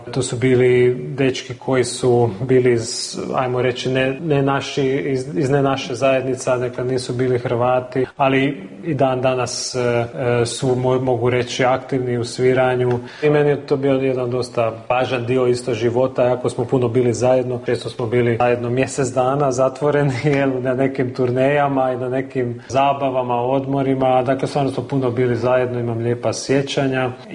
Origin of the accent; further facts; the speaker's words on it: Pécs, Baranya, Hungary; ja sam rođen u Pečuju, odrastao sam u Pečuju, ali uvijek sam bio povezan sa Salantom jer mama je odavdje, cijela obitelj njena